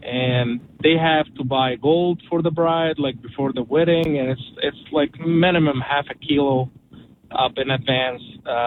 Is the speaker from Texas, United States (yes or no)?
no; New Jersey, United States; born there; I was born here in the States, mm-hmm. but my parents are from Egypt.